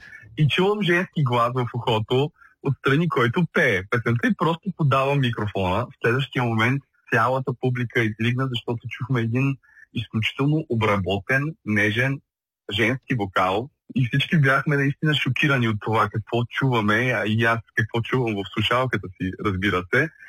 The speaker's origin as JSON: {"language": "Bulgarian", "town": "Burgas", "region": "Burgas Province", "country": "Bulgaria", "tie": "born or raised there", "said": "аз родом съм си от Бургас."}